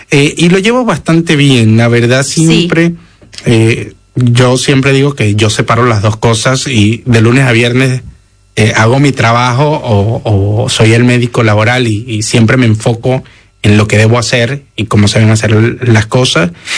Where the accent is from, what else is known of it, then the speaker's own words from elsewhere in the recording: Venezuela; más, la comunidad venezolana somos como más